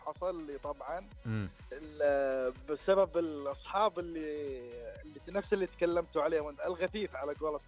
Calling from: Riyadh, Riyadh Province, Saudi Arabia; أكلكم من الرياض.

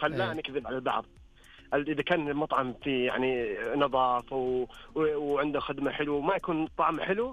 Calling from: Jazan, Jazan Province, Saudi Arabia; أنا من جازان

